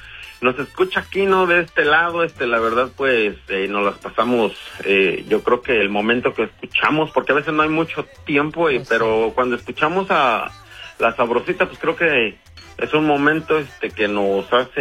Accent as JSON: {"language": "Spanish", "town": "San Lorenzo Huehuetitlán", "region": "State of Mexico", "country": "Mexico", "tie": "born or raised there", "said": "pero mi pueblito San Lorenzo, Huehuetitlán, y todos los pueblos que están ahí alrededor son bien salseros, cumbiamberos y matanceros"}